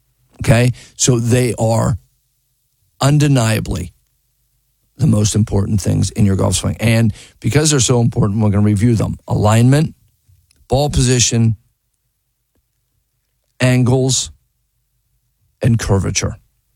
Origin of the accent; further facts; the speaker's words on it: Pittsburgh, Pennsylvania, United States; I grew up in Pittsburgh in a family of six kids.